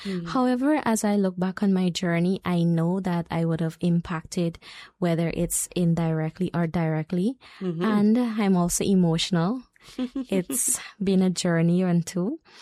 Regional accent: Aishalton, Upper Takutu-Upper Essequibo, Guyana; born there; moved away as an adult; also born or lived in Nappi Village / Lethem; originally I am from Aishalton village by birth.

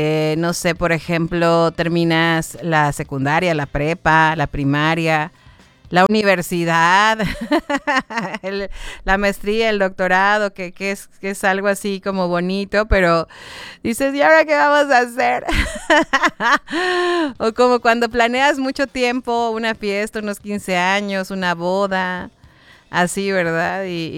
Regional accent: Yucatán, Mexico; Al contrario, es un orgullo y más orgullo ser mexicana y más ser yucateca.

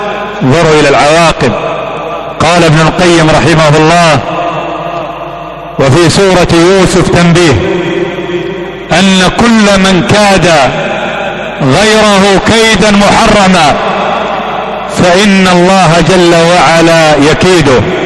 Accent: Yemen

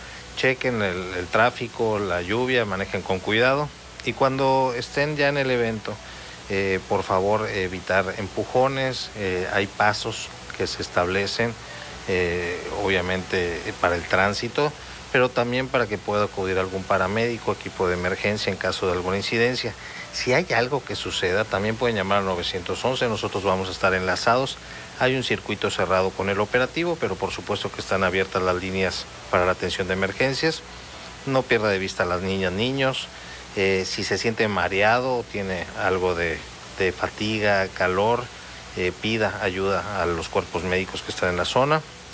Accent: Mexico; pero pues como mexicanas y mexicanos queremos celebrar

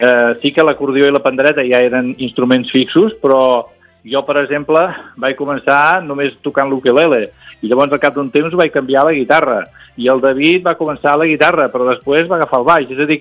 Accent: Valls, Catalonia, Spain; nosaltres tots quatre som de Valls, a l'Alt Camp

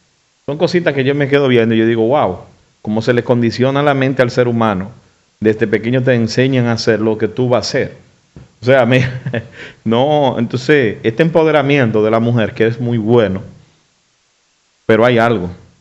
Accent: Dominican Republic

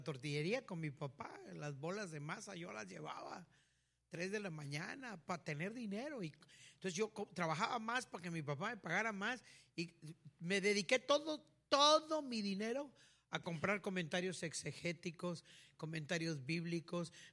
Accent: Tapachula, Chiapas, Mexico; yo vengo de Tapachula.

